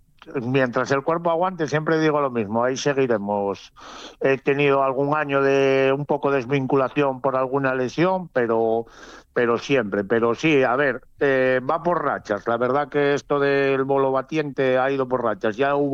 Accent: Gozón, Asturias, Spain; now in Carreño, Spain; yo en que ahora juego con la peña de Carreño y vivo aquí en Carreño, yo soy natural de Gozón

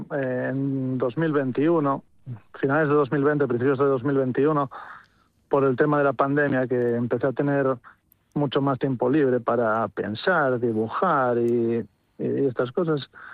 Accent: Mieres, Asturias, Spain; yo que soy de Mieres, pues más asturiano que un minero de Mieres, pocas cosas hay.

